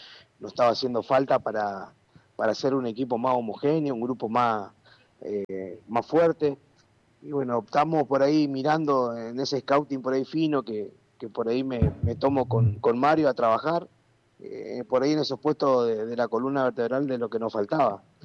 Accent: my province, Río Negro, Argentina; ¿Todo tranquilo acá en mi provincia?

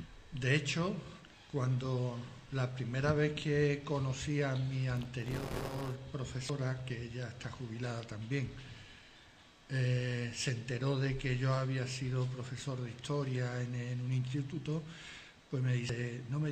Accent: Seville, Andalusia, Spain; Yo soy de Sevilla.

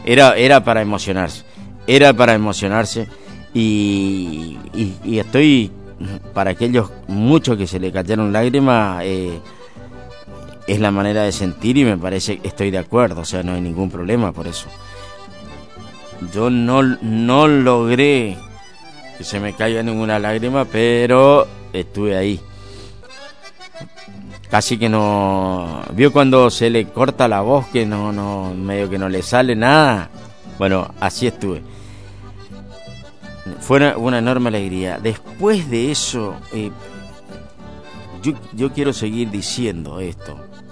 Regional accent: Argentina; Me siento tan argentino como todos.

